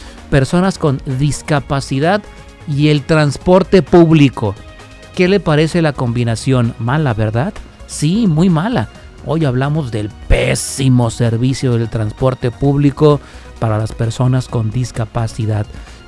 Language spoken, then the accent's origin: Spanish; Guadalajara, Jalisco, Mexico; para nosotros los tapatíos.